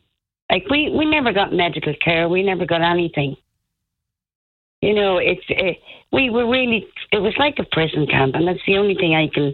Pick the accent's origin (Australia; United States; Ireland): Ireland; Dublin, Leinster; also born or lived in London; they called me the city girl because I came in from London, but I was also from Dublin.